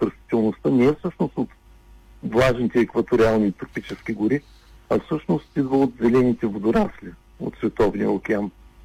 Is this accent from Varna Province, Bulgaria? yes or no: yes; Varna, Varna Province, Bulgaria; Роден съм във Варна, през целия си живот съм бил тук, с изключение на времето, когато съм учил в университет.